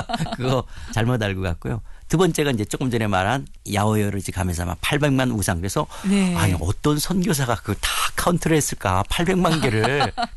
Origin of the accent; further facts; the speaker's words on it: Euljiro 3-ga, Seoul, South Korea; 저는 고향이 을지로 삼가예요. 제가 을지로 삼가에서 태어났고 저는 막내 중에 막내처럼 자랐기 때문에